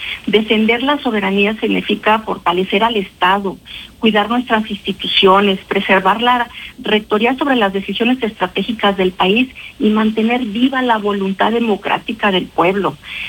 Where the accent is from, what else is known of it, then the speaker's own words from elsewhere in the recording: Mexico; todos como mexicanas y mexicanos